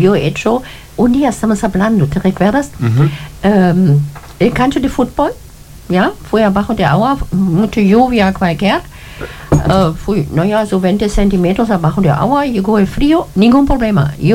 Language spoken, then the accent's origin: Spanish; Magdeburg, Saxony-Anhalt, Germany; Spanish is a second language; now in Chile; yo soy de Magdeburgo, la capital de Sachsen-Anhalt, Alemania Este.